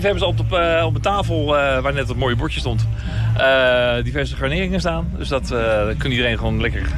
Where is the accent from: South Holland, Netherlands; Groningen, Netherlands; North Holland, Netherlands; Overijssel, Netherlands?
South Holland, Netherlands; Alphen aan de Rijn; Ik kom zelf uit Alphen aan de Rijn. Dus voor mij eigenlijk gewoon een soort van thuiswedstrijd.